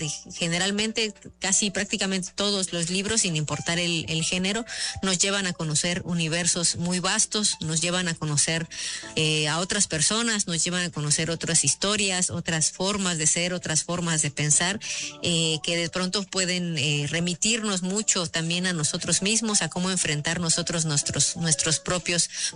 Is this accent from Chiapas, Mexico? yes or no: yes; Chiapas, Mexico; ella como oaxaqueña, yo como chiapaneca, pues compartimos este premio